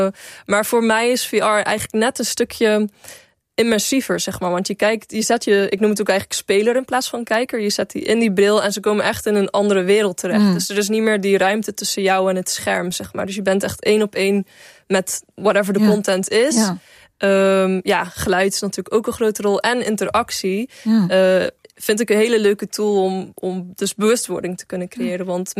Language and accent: Dutch; Zeeland, Netherlands; also born or lived in Breda; now in Amsterdam, Netherlands